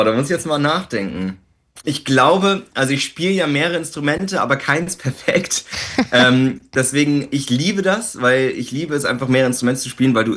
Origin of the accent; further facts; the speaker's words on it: Landsberg, Germany; born or raised there; now in Berlin, Germany